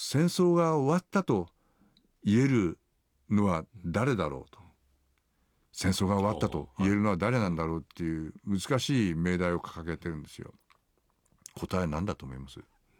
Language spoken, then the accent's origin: Japanese; Aizuwakamatsu, Fukushima, Japan; 私が福島県の会津若松で生まれ育ちで、